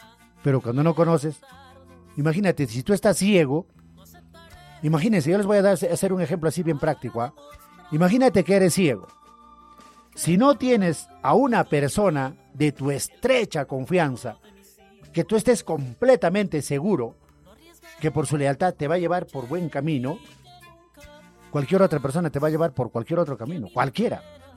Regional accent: Chilca, Peru

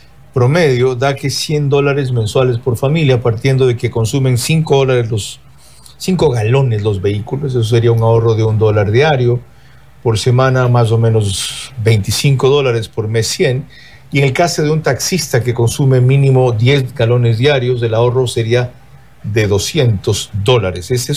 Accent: Manabí, Ecuador; Corcovea el caballo, decimos los montubios manavitas de mi tierra.

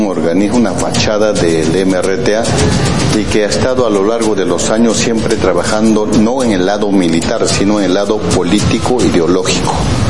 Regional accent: Ayacucho, Peru; yo soy de Ayacucho

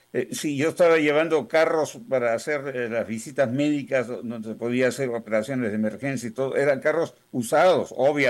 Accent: Peru; moved away as an adult; no tenía cómo trabajar en Perú. Dejé mis propiedades en Perú, dejé todo en Perú y me vine acá.

